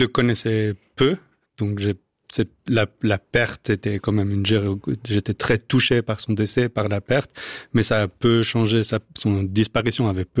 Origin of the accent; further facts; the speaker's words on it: United Kingdom; now in France; j'ai grandi en Angleterre, donc c'est mon... Quand je rentre au UK, je suis à la maison. Donc c'est là où j'ai passé mon enfance.